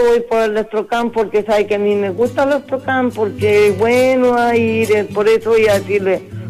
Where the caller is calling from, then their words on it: Chile; voy a bailar una cueca como mujer chilena